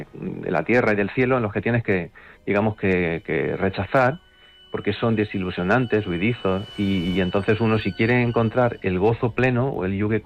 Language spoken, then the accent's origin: Spanish; Úbeda, Andalusia, Spain; now in Valencia, Spain; yo soy de Úbeda, yo nací en Úbeda y aunque llevo ya en Valencia pues 25 años, pues mi niñez estuvo muy arraigada a la poesía de San Juan de la Cruz